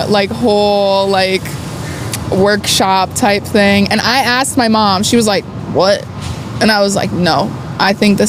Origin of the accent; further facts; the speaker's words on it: Midwest, United States; I'm still from the Midwest, so it's not that crazy, you know?